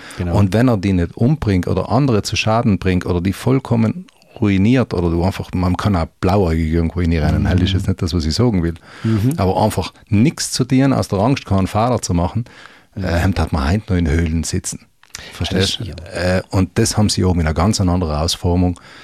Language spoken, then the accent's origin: German; Trentino-Alto Adige, Italy